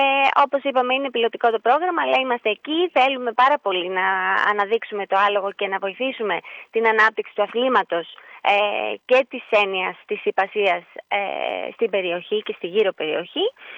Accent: Ioannina, Epirus, Greece; εγώ δεν είμαι από την περιοχή, είμαι από Ιωάννινα.

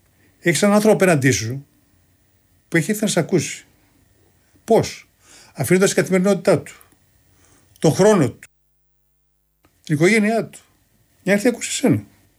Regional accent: Kymi, Central Greece, Greece; Έτσι το λέμε στην πατρίδα μου στην Κύμη.

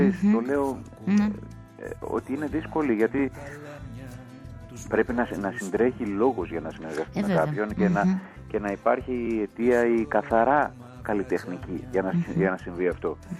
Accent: Greece; και οι προσλαμβάνωσεις που έχουμε και ως Έλληνες γενικότερα στα ακούσματά μας και η παράδοσή μας.

